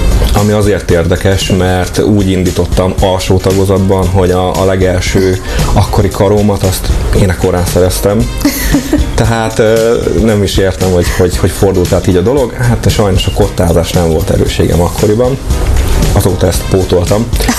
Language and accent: Hungarian; Mikepércs, Hajdú-Bihar, Hungary; born or raised there; also born or lived in Debrecen